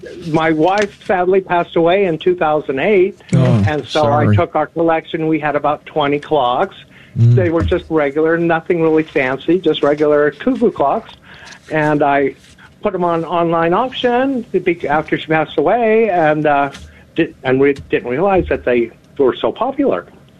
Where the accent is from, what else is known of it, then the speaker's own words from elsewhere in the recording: San Diego, California, United States; moved away as an adult; now in Northern Idaho, United States; I moved up here. I was originally from San Diego, and we moved up here 30 years ago and have never left.